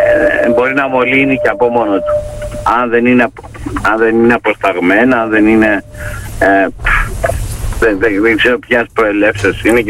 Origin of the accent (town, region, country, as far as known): Karpathos, South Aegean, Greece; now in Athens, Greece